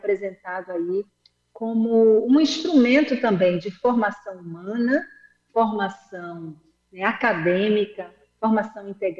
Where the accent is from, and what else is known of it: Northeast Region, Brazil